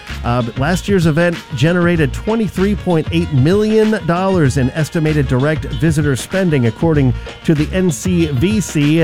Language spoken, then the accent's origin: English; California, United States; born or raised there; now in Nashville, United States